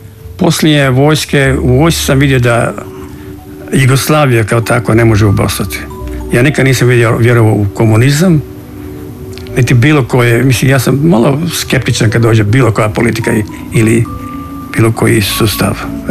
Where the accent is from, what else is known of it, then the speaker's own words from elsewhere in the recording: Čavoglave, Šibenik-Knin County, Croatia; now in Split, Croatia; Kad sam došao iz Čavoglava, kao pravi Vlaj, onaj mali seljak, bio sam ko spužva.